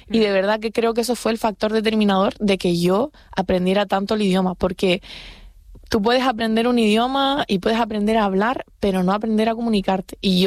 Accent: Canary Islands, Spain; Tapi Pulau Saya milik Spanyol, tidak dari África, milik Spanyol. Ada 8 pulau yang milik Spanyol, Pulau Saya dari Kampung Saya, Gran Canaria.

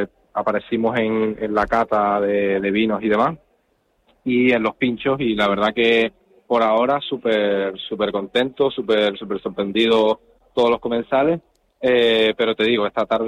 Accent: Canary Islands, Spain; Tenerife y, bueno, las Islas Canarias en general, tenemos turismo, tenemos playa, tenemos montaña, tenemos de todo y sobre todo buen comer

